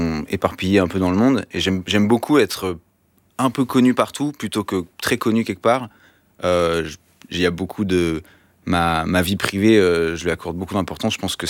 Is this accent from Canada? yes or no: no; Vouvray, Centre-Val de Loire, France; moved away; also born or lived in Paris; J'ai grandi à Tours, dans un village qui s'appelle Vouvray